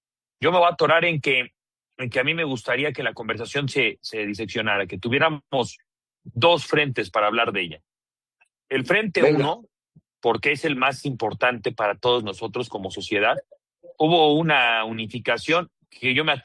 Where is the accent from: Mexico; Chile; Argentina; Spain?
Mexico; Teníamos una necesidad como mexicanos socialmente